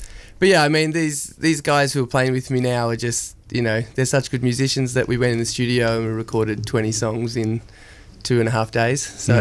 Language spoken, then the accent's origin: English; Melbourne, Victoria, Australia; now in Reservoir, Australia; Yeah, no, I live in Reservoir now, so as far as you can get. But yeah, I grew up in St Kilda.